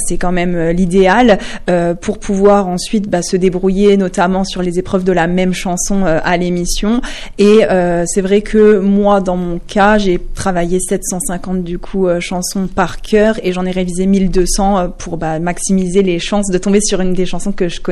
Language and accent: French; Hussigny-Godbrange, Grand Est, France; Ah, je suis du Ucigny, j'y tiens.